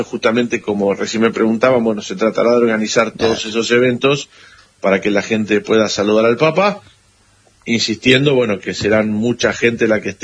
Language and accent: Spanish; Argentina; ya sabemos cómo somos los argentinos en esto, nos volcamos a la calle.